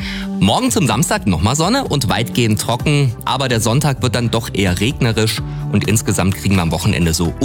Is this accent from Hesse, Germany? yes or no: no; Unterschönau, Thuringia, Germany; Mir fällt immer sofort das Kindergartenessen ein. Wir hatten eine ganz tolle Köchin bei uns in Unterschönau, die Frau Hess.